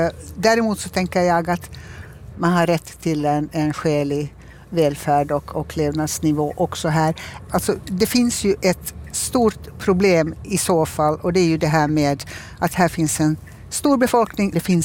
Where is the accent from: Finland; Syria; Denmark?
Finland; accent: Finland Swedish; now in Malmö, Sweden